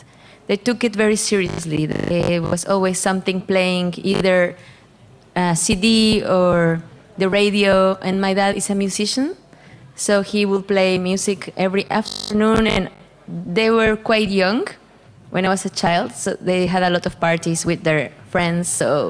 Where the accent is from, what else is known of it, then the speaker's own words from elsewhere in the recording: Saltillo, Coahuila, Mexico; Well, as you said, I'm from Saltillo, Mexico. Saltillo is a city in the north of Mexico, very close to the U.S., and Mexico is already a very musical country.